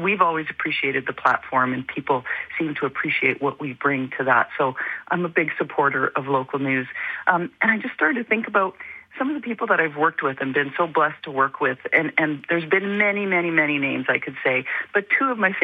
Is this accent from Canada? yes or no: yes; Calgary, Alberta, Canada; I've spent my whole career as a broadcast journalist in Calgary, in my hometown, born and raised, telling the stories of Calgarians